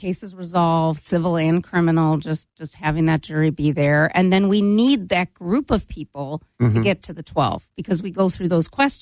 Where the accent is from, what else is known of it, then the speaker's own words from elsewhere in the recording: Cleveland, Ohio, United States; now in Wisconsin, United States; I served on a jury in in my hometown of Cleveland.